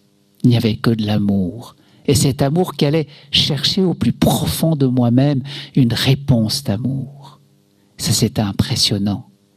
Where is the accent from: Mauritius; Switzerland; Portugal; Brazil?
Switzerland; Chez nous en Suisse, c'est permis des associations comme Exit, qui assiste le suicide.